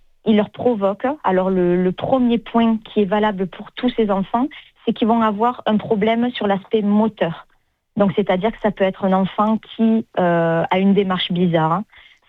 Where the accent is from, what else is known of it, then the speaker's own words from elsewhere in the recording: Sète, Occitanie, France; now in Toulouse, France; moi, je suis originaire de Sète. J'habite à Toulouse aujourd'hui, voilà. Mais je suis originaire de Sète. Mon accent me trompera toute ma vie.